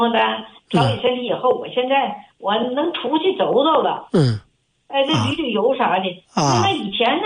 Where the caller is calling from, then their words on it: Henan, China; 我是河南的听众。